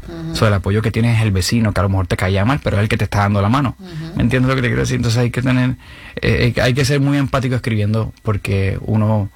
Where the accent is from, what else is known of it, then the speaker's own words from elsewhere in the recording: Venezuela; Soy venezolano, voy para arriba, voy para adelante